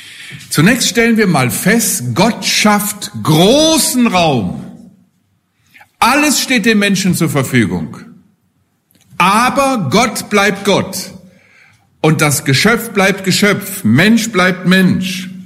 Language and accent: German; Hesse, Germany; Ich komme ja aus der Nähe von Haiger.